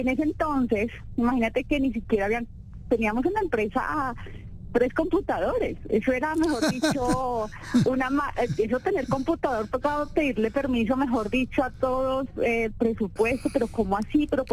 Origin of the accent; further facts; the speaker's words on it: Bogotá, Bogotá Capital District, Colombia; Sí, en así Bogotá. Es, en Bogotá